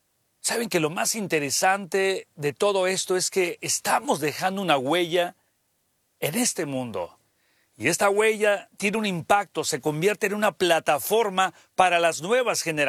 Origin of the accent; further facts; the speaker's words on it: Mexico; now in United States; para la multiplicación somos muy buenos los mexicanos